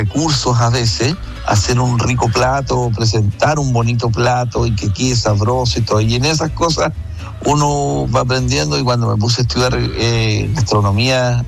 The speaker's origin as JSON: {"language": "Spanish", "town": "Villa Alegre", "region": "Maule", "country": "Chile", "moved": "yes", "lives_now": "Santiago, Chile", "said": "Y me vine de la zona de Villa Alegre a estudiar a Santiago."}